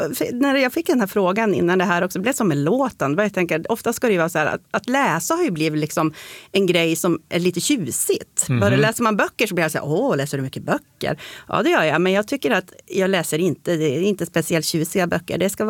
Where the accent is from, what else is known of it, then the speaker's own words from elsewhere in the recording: Sweden; moved away as an adult; also born or lived in Stockholm / Kalmar; Då tänkte vi att det kanske var ganska fiffigt att flytta hemåt igen. Min man är ju också född och uppvuxen här.